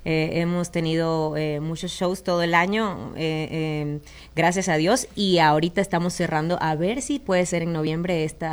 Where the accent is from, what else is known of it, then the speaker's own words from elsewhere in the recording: Venezuela; Yo, por ejemplo, soy venezolana